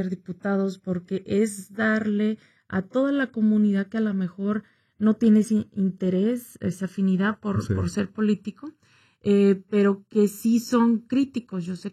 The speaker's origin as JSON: {"language": "Spanish", "town": "Ciudad Hidalgo", "region": "Michoacán", "country": "Mexico", "moved": "yes", "said": "No, soy de Ciudad, sí, Hidalgo, Michoacán"}